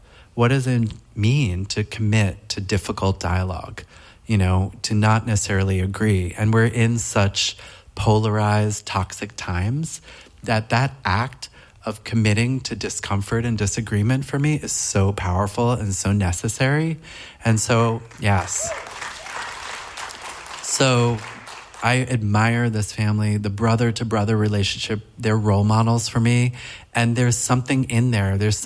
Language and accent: English; Brooklyn, New York, United States; I say that I'm from deep coastal Brooklyn, and my family made chocolate syrup.